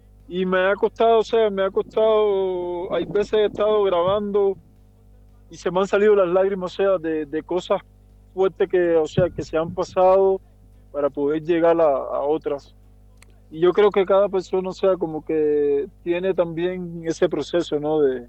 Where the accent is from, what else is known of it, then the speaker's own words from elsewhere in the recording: Cuba; now in Mexico; Estoy trabajando en un álbum ahora mismo que es parte de todo el proceso desde que salí de Cuba hasta ahora aquí, hasta lo que he estado viviendo actualmente ahora aquí en México.